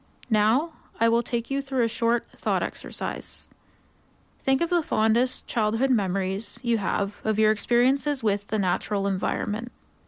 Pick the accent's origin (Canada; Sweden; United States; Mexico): Canada; Fredericton, New Brunswick; now in Calgary, Canada; I am from Fredericton, New Brunswick, which is the unceded territory of the Wolastoqiyik, Mi'kmaq, and Passamaquoddy peoples, who signed peace and friendship treaties with the British Crown in the 1700s.